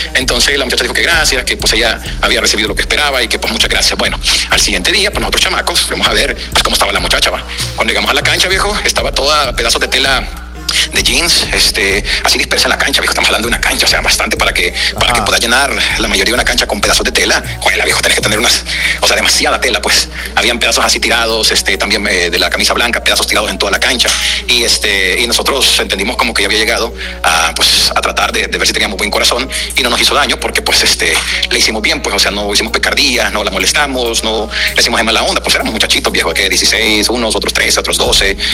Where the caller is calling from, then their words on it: Santa Ana, El Salvador; Soy de Santa Ana.